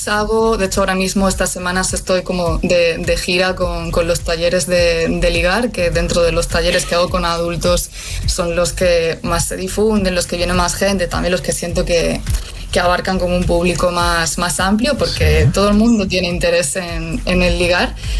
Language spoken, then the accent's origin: Spanish; Galicia, Spain; now in Málaga, Spain; de hecho ahora mismo estoy en Málaga, pero yo soy de Galicia, así que me he movido bastante